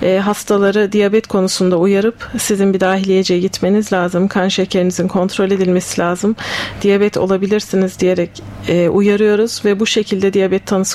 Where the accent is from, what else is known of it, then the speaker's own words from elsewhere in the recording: Ankara, Turkey; moved away as an adult; also born or lived in Tübingen, Germany; Ankara doğumluyum. Ankara Fen Lisesi'nden mezunum.